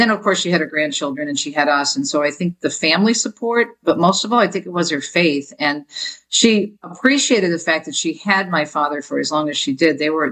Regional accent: Jersey City, New Jersey, United States; I did not have a bike growing up in Jersey City, New Jersey.

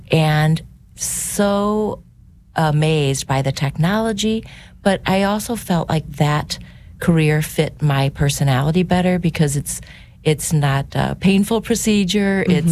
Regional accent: Crestwood, Missouri, United States; Yep. I grew up in Crestwood. I went to St. Elizabeth of Hungary, and then I went to Lindbergh High School. I'm one of six children in a awesome Catholic family.

